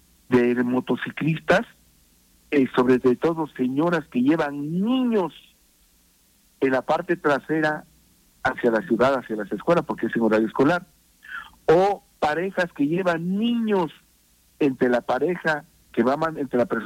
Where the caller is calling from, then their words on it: Oaxaca, Mexico; yo soy una persona que con mucha frecuencia voy de la ciudad de Oaxaca a mi pueblo y del pueblo a la ciudad de Oaxaca, que está en la parte sur de la ciudad